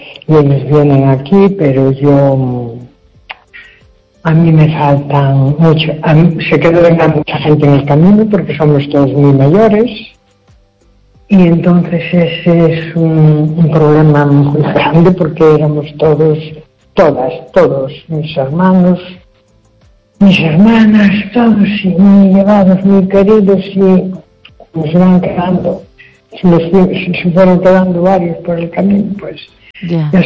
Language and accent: Spanish; Luarca, Asturias, Spain; now in A Coruña, Spain; porque yo soy asturiano.